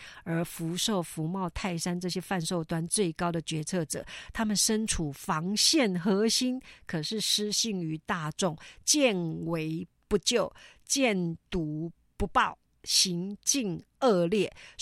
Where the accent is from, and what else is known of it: Taiwan